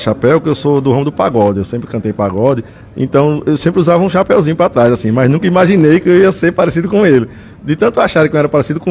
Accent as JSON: {"language": "Portuguese", "town": "João Pessoa", "region": "Paraíba", "country": "Brazil", "said": "Sou de João Pessoa"}